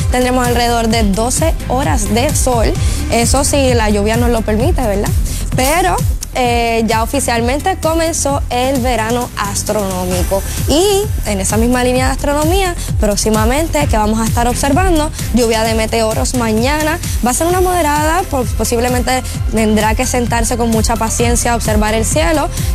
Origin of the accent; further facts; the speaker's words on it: Cabo Rojo, Puerto Rico; born there; mi municipio de Cabo Rojo, allá mi pueblito